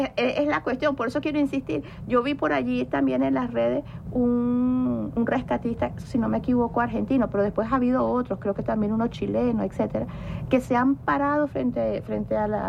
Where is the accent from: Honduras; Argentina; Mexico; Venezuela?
Venezuela; como venezolanas y venezolanos, nosotros sufrimos la tragedia de Vargas en el año 99